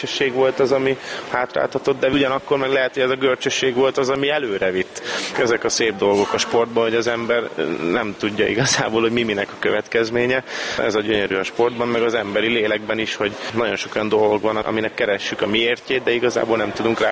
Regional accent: Budapest, Hungary; born or raised there

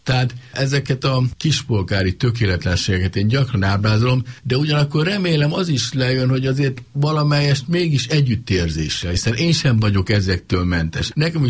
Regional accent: Nyíregyháza, Szabolcs-Szatmár-Bereg, Hungary; Nyárliget többé-kevésbé hasonlít Nyíregyházára, a szülővárosomra.

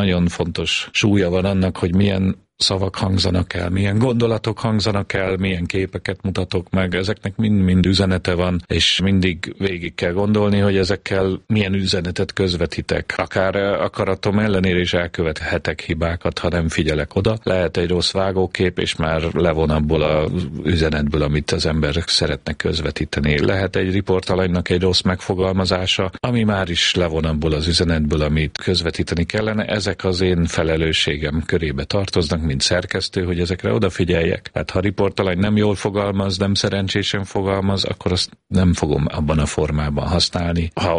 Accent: Budapest, Hungary; Én Budapesten születtem, igazából Zuglóban nevelkedtem fel egy lakótelepen, úgynevezett panelházban, átlagosnak nevezhető magyar családban

